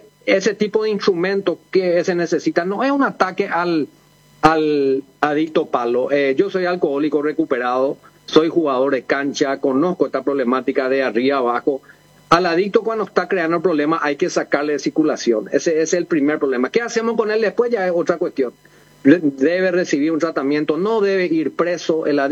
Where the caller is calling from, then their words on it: Asunción, Paraguay; Estoy por Asunción, sí. Estoy acá por Asunción con el tema del centro del faro, de mi profesión de abogado.